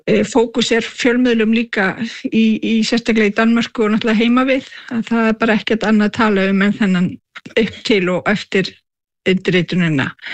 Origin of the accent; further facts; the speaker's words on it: South Greenland, Greenland; sem ég kem frá Suður-Grænlandi